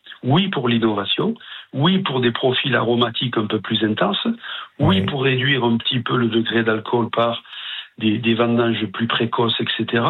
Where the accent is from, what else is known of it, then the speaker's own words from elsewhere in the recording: Occitanie, France; moi je suis originaire des Corbières